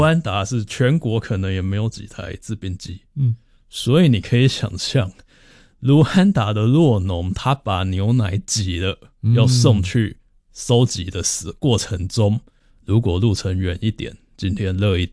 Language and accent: Chinese; Taiwan; 那但是我觉得我们台湾人看大概也可以接受其中七八成